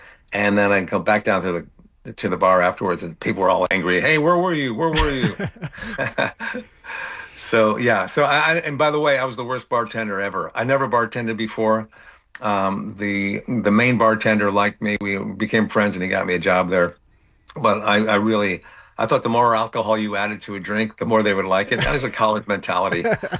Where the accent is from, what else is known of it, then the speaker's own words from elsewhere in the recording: Bridgeport, Connecticut, United States; but I grew up in Connecticut, Bridgeport, Connecticut, so I'm an East Coast guy.